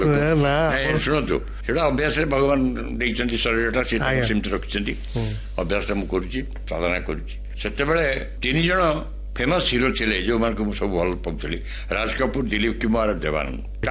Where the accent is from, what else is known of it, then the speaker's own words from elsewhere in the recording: Rairangpur, Odisha, India; ସେ ମୟୂରଭଞ୍ଜ ଷ୍ଟେଟ୍ରେ ଚାକିରି କଲେ, ମୁଁ ଜନ୍ମ ରାଇରଙ୍ଗପୁରରେ, ଏଠିକା ଲୋକ, ଏଠିକା ଜଳବାୟୁ, ଏଠିକା ପରିବେଶ ସବୁଥିରେ ମୁଁ ହେଲି।